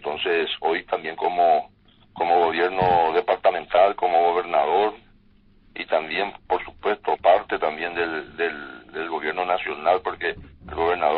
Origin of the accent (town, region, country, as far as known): Paraguay